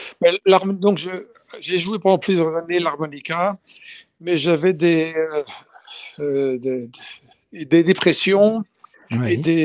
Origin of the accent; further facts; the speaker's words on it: Belgium; Et c'est bizarre, je suis blanc, je suis belge, avec un accent français très prononcé. En anglais.